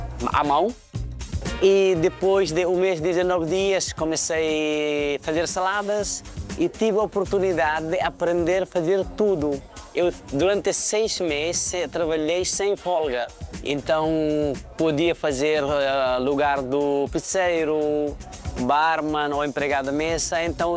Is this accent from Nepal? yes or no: yes; Nepal; Portuguese is a second language; moved away as an adult; Eu saí do Nepal quando eu tinha 18 anos. Tinha vindo para 2 semanas férias.